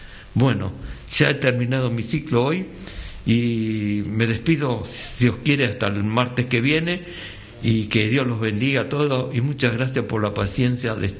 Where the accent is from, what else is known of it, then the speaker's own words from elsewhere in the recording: Argentina; lo que somos capaces los argentinos, lo que somos capaces los criollos.